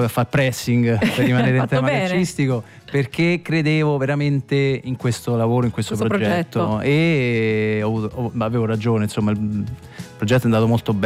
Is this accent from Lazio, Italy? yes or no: yes; Rome, Lazio, Italy; io avevo Mazzone, lo conoscevo come personaggio, poi da romano.